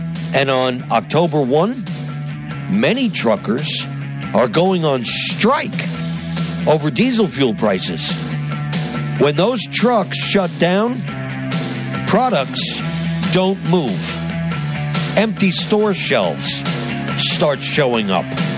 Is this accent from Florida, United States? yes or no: no; New Jersey, United States; my home state of New Jersey.